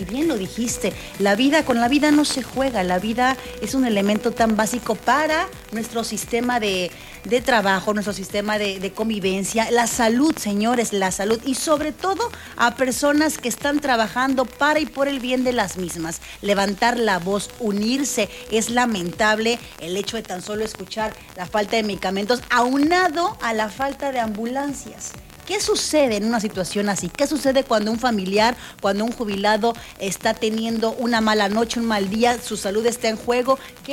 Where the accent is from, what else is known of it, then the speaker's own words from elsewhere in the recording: Costa Rica; Soy orgullosamente costarricense y tengo mucha familia petrolera.